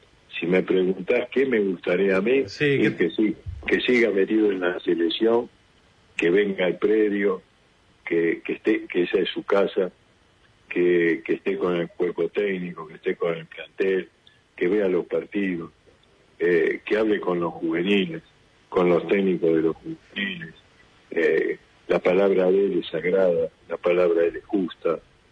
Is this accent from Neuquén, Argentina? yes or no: no; Buenos Aires, Argentina; No, digo, nací en el Pirovano, y siempre estuve en capital